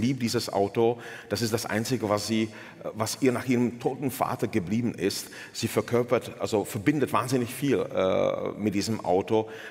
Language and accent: German; Bohemian Paradise, Czechia; now in Germany; eine wirklich eine schöne Eisenbahnfahrt durch das böhmische Paradies, so heißt die Gegend, wo ich herkomme. Bekannt für viele tolle Brauereien